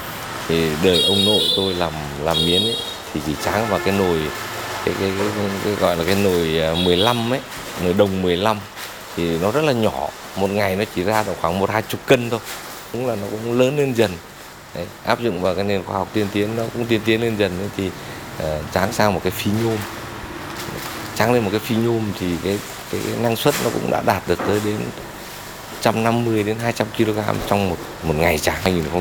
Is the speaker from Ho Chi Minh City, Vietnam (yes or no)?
no; Hanoi, Vietnam; trong đình So của chúng tôi